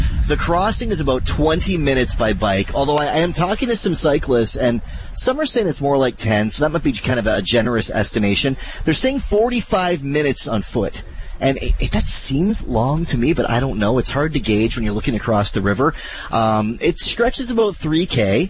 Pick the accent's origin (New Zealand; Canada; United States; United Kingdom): Canada; Windsor, Ontario; I always say growing up in Windsor, it's very cool because we get not one but two cities. We get Windsor and we get Detroit and all the Detroit suburbs in a sense.